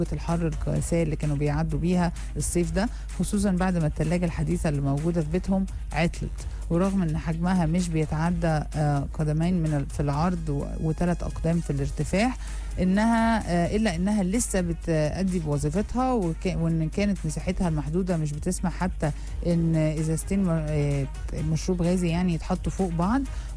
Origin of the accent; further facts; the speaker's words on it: Egypt; عندنا في مصر